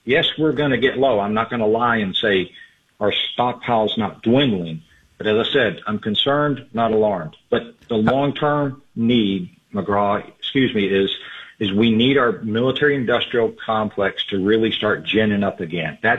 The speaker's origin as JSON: {"language": "English", "region": "Alabama", "country": "United States", "said": "I'm from Alabama"}